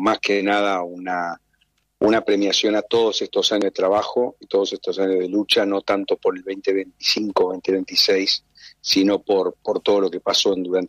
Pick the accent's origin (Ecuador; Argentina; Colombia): Argentina